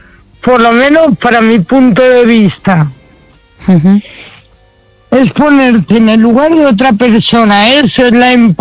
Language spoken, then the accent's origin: Spanish; Madrid, Community of Madrid, Spain; de hecho yo soy madrileña